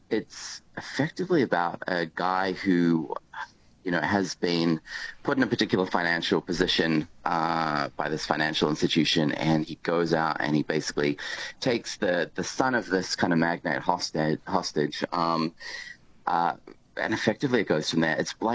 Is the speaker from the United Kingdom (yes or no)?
no; New Zealand; I grew up in New Zealand, so I remember my old kind of, school socials